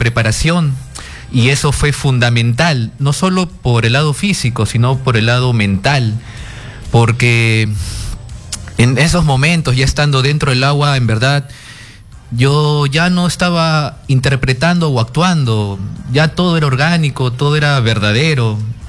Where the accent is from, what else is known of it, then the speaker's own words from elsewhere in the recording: Peru; Pero como peruano, yo diría que aún más es mi orgullo y mi felicidad de formar parte de esta película.